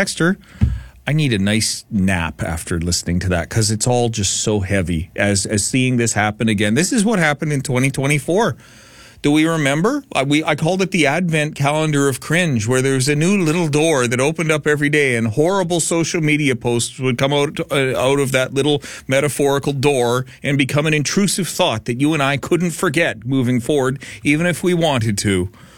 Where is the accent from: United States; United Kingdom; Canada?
Canada; British Columbia; we being British Columbians